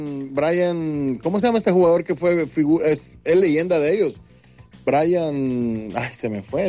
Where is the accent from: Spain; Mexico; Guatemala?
Guatemala; como guatemalteco que soy